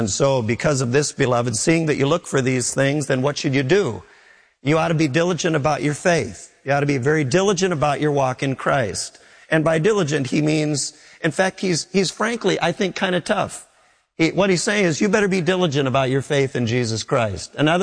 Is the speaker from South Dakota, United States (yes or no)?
no; Minneapolis, Minnesota, United States; from a dear man who I grew up with in Minneapolis.